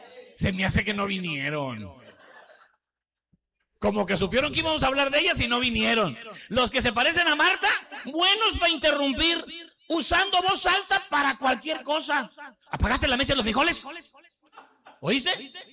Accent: Mexico; Somos ministros evangélicos mexicanos

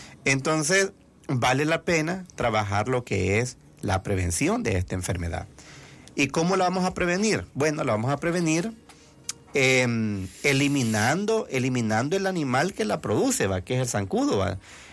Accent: El Salvador; nosotros somos así, los salvadoreños, que no tenemos la cultura de trabajar la prevención

